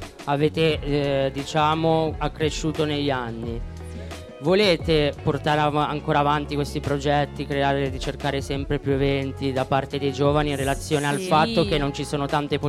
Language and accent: Italian; Monza, Lombardy, Italy; io sono di Monza